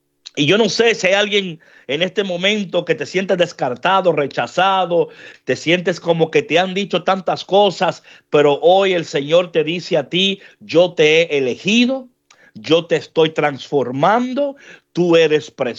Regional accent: New York, United States; yo crecí en New York.

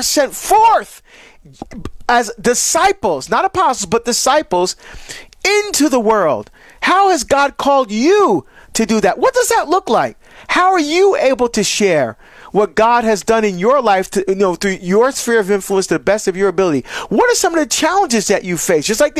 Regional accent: New Jersey, United States; want to get back to Jersey, to my home state, to be able to speak at this event for law enforcement.

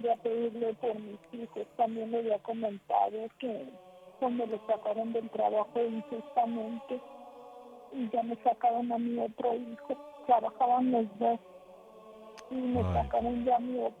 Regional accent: Mexico; Soy la criadora de Ciudad Cuna, bueno, de acá de México.

